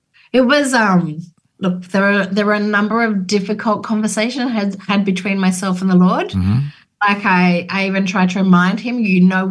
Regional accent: Sydney, New South Wales, Australia; So I was born in Sydney in the Royal Women's Hospital and then raised in kind of the outskirts suburbs of Sydney.

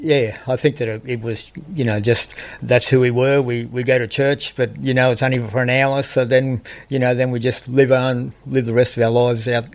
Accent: Tenterfield, New South Wales, Australia; Yeah, I grew up down in Tenterfield, down in northern New South Wales, and brought up on a dairy farm down there, so had the opportunity to ride all the calves and all the things like that, yeah.

